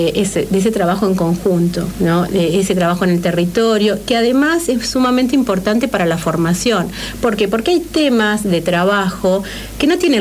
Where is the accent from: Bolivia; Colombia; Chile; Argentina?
Argentina; nosotros como sociedad argentina